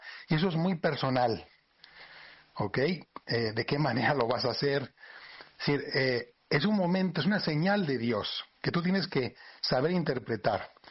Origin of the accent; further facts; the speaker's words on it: Spain; now in Mérida, Mexico; Y es más suave, más tierna, y más cerca de mi país. Yo soy español, aunque vivo aquí en México.